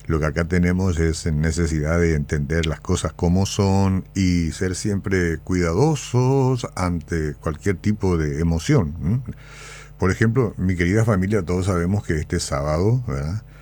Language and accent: Spanish; Paraguay; Nosotros somos los paraguayos